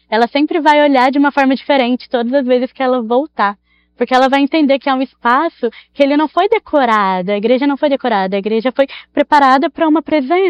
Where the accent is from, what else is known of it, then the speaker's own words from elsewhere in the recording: Aparecida, São Paulo, Brazil; Eu passei minha vida toda em Aparecida, então eu sempre estive envolvida nessa questão da fé.